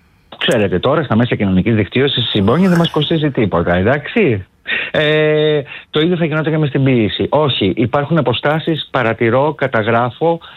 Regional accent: Greece; ως ένας Έλληνας που μεγάλωσε, σπούδασε τη δεκαετία του 80, του 90 και ολοκληρώθηκε το 2000 υπαρξιακά, έμαθε πάρα πολύ καλά αγγλικά

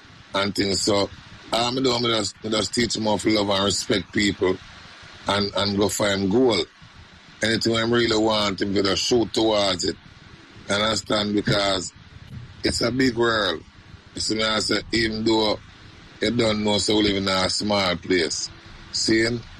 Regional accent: Westmoreland, Jamaica; born there; I was born in Westmoreland. That's in the countryside, you know what I mean?

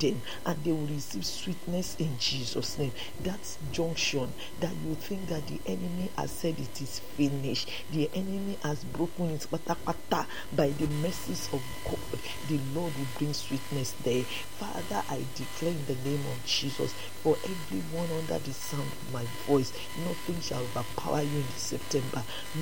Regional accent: Nigeria

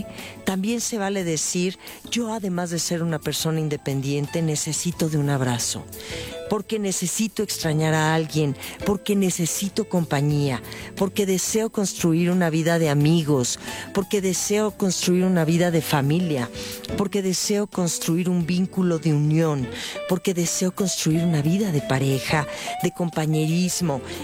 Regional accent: Mexico

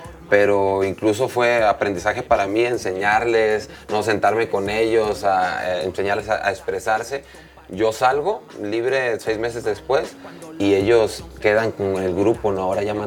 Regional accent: Tepic, Nayarit, Mexico; Soy de Tepic, Nayarit, orgullosamente.

